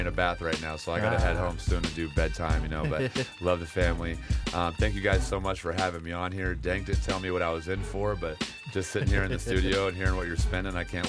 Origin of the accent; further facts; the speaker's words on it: Mount Vernon, United States; I'm Mount Vernon born. I grew up on Blackburn Road, right by Jefferson. Played basketball at Hillcrest Park.